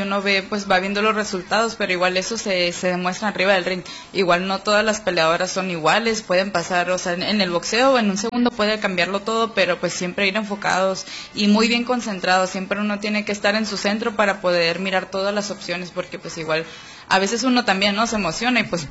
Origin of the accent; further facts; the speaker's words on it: Mexico; uno como mexicano siempre va a tener ese espíritu guerrero